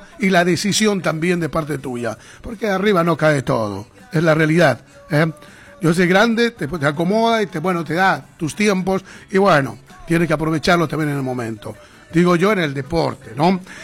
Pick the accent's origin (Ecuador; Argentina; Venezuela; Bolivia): Bolivia